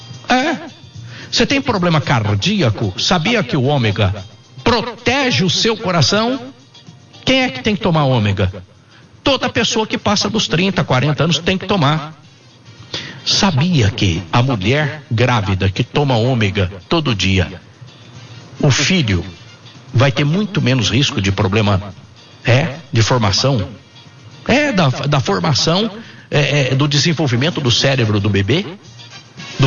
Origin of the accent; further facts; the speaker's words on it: Minas Gerais, Brazil; now in São Paulo, Brazil; eu falo carta porque eu sou mineiro. Mineiro fala carta de motorista, né? Aqui no estado de São Paulo eles falam CNH